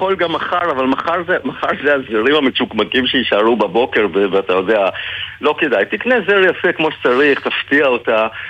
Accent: Jerusalem, Jerusalem District, Israel; ואני גדלתי בירושלים, אז אני יודע לעשות דבר תורה.

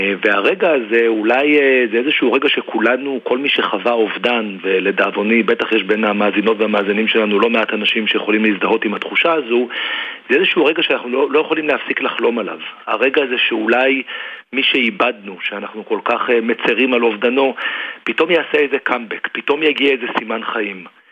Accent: Jerusalem, Jerusalem District, Israel; also born or lived in United States; אני ירושלמי, גדלתי בירושלים, ואומנם אחר כך הרחקתי עד לצידו השני של האוקיינוס וחייתי הרבה שנים בארצות הברית, ועכשיו אני חי בישראל, אבל בעיר אחרת

